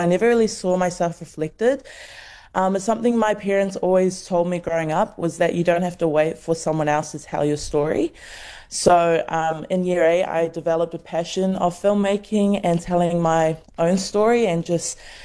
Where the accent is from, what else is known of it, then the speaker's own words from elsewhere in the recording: Taiwan; Growing up in Taiwan, I actually learned about climate change first